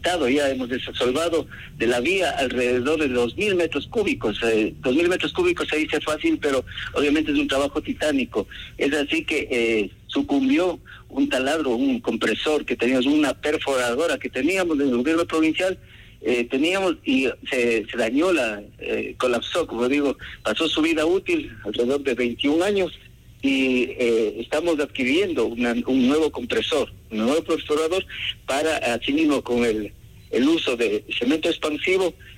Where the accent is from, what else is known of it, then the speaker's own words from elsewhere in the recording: Baños, Tungurahua, Ecuador; yo también soy de Baños